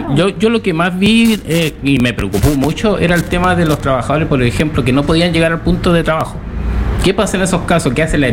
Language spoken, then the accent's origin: Spanish; Chile; sabemos que somos chilenos